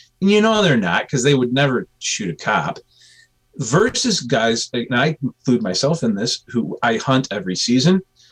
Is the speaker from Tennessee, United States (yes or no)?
no; Grand Rapids, Michigan, United States; born there; I came out of my mom in Grand Rapids, Michigan, and that boop, ding, I'm an American.